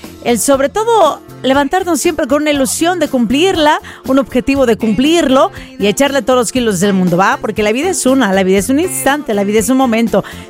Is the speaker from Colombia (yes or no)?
no; Mazatlán, Sinaloa, Mexico; los puertos, Veracruz, mi tierra en Mazatlán, sí, hace un chorro de calor.